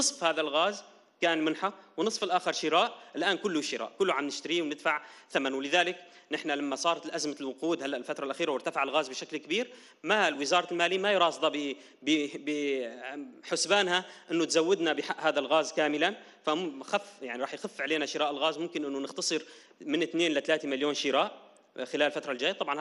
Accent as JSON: {"language": "Arabic", "country": "Syria", "said": "تستطيع تكرر للنفط الثقيل الموجود عندنا في سوريا في حال أزمات"}